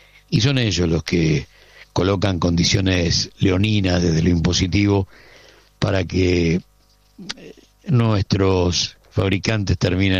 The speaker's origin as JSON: {"language": "Spanish", "country": "Argentina", "said": "Digo porque somos Argentina."}